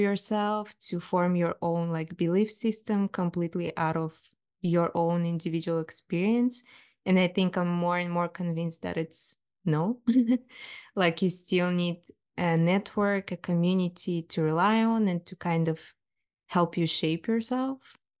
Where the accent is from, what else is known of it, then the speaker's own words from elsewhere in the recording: Kazakhstan; moved away as an adult; I think my hometown will be my main home. And I actually hope to maybe go back and live in Kazakhstan for like an extended period, or move back completely if everything falls into place in the future.